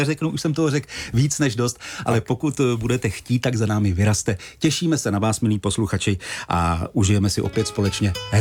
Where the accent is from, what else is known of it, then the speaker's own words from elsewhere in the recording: Prague, Czechia; Ano, já jsem z Bulovky.